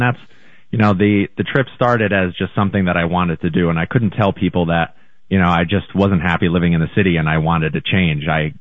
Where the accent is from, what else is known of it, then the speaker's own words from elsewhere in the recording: Connecticut, United States; moved away as an adult; I grew up in Connecticut, moved to New York City, and at first I loved it.